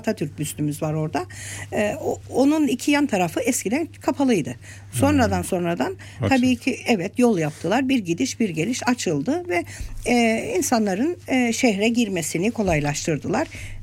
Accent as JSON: {"language": "Turkish", "country": "Cyprus", "tie": "born there", "said": "biz savaş görmüş bir ülkeyiz. Ben kendi açımdan savaşlarda doğdum, büyüdüm. 1963 savaşlarını gördüm. 1974 savaşlarını gördüm."}